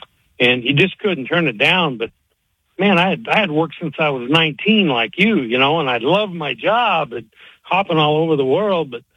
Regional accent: Wyoming, United States; I decided that I'm born and raised in Wyoming, and I love the Grand Tetons

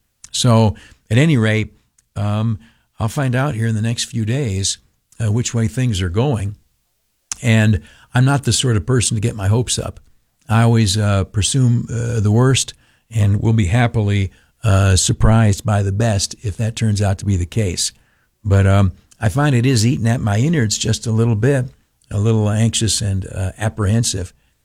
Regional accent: New York, United States; Like many families, particularly in upstate New York, ours is all moved away. I've had cousins I grew up with in the Southern Tier.

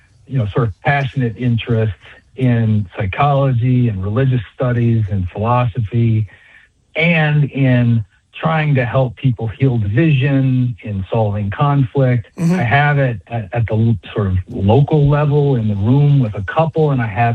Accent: United States; Well, we are all, we kind of take for granted that we're American. I was raised evangelical Christian, right?

